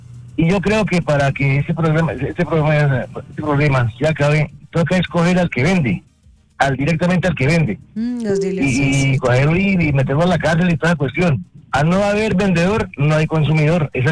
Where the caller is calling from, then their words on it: Sogamoso, Boyacá, Colombia; aquí de Sogamoso.